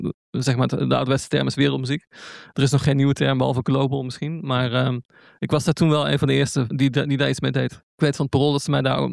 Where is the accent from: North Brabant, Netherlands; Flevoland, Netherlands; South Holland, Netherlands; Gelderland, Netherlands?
Gelderland, Netherlands; Nijmegen; born there; Een andere persoon is in Nijmegen, waar ik geboren ben. Een stad in het oosten van het land.